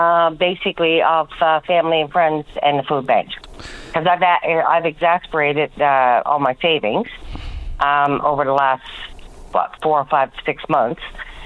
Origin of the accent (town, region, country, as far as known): Newfoundland and Labrador, Canada